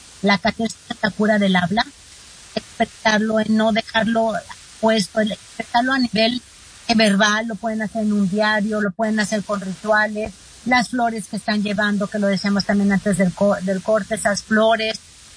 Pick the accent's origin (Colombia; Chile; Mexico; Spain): Mexico; yo soy mexicana, tenemos el Día de los Muertos